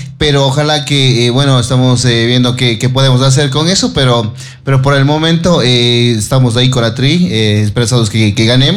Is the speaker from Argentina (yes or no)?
no; Ecuador; somos necios los ecuatorianos, sí.